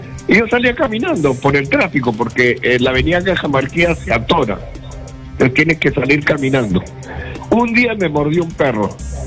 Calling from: Chosica, Lima, Peru; yo soy contribuyente acá de Chosica.

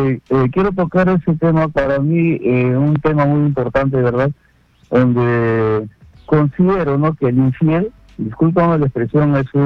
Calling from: Lima, Peru; Del RIMAC.

